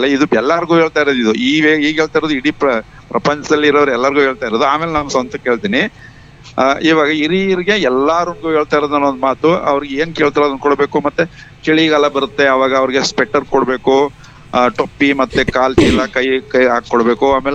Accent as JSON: {"language": "Kannada", "region": "Karnataka", "country": "India", "tie": "born there", "moved": "yes", "lives_now": "Mysore, India", "said": "ನಮ್ಮ ಹಳ್ಳಿಯಿಂದ ಅಲಗಾಪುರದಿಂದ ತಗೊಂಡೋಗಿ ಮೈಸೂರಿಗೆ ತಗೊಂಡೋಗಿ"}